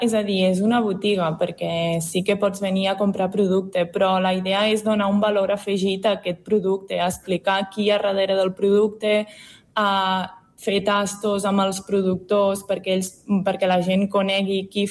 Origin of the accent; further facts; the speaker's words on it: Catalonia, Spain; also born or lived in Lluçanès; now in Ripollès, Spain; Soc de l'Alt Urgell, d'un poble molt petit sota la Serra del Cadí, i, bueno, però ja fa temps que estic per aquí al Lluçanès, i perquè la meva parella és d'aquí, i ara fa poc temps que vivim al Ripollès.